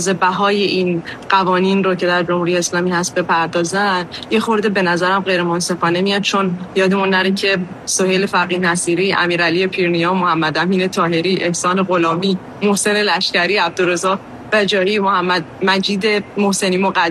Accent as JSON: {"language": "Persian", "region": "southern Iran", "country": "Iran", "said": "ما که از جنوب اومدیم"}